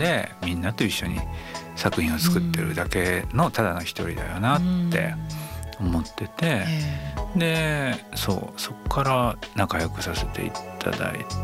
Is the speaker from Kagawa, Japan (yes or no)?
yes; Kagawa, Japan; で徳島県出身なんですよレンちゃん、で僕香川県で、はい、隣で